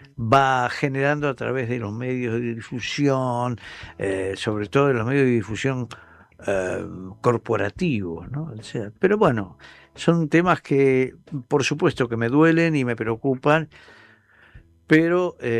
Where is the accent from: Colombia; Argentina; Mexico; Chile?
Argentina; moved away as an adult; now in Spain